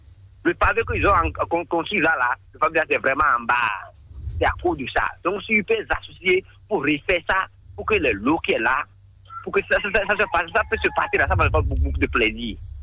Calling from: Cotonou, Littoral, Benin; je suis de Cotonou, Kati Djelaï.

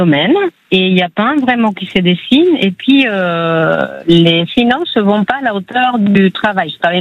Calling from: Landes, Nouvelle-Aquitaine, France; Dans les Landes.

